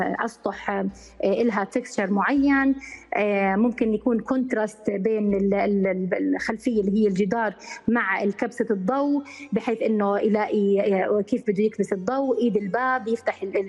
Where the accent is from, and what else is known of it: Jordan